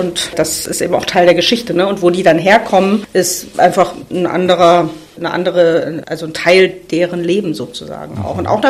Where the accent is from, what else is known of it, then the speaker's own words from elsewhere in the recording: East Germany, Germany; Wo man als Ossi denkt, ernsthaft?